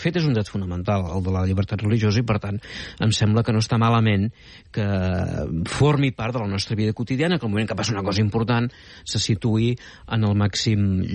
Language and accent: Catalan; Catalonia, Spain; també volem, com a catalans, em sembla a mi, que entengui que ens volem sumar en aquesta alternativa esperançadora